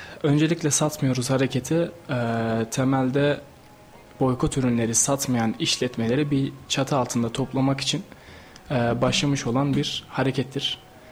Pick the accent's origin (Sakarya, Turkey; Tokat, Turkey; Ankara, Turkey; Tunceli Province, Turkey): Ankara, Turkey; Kızılcahamam; Elektrik elektronik mühendisliği öğrencisi. Ankara'da okuyorum. Ankaralıyım. İki tane abim var.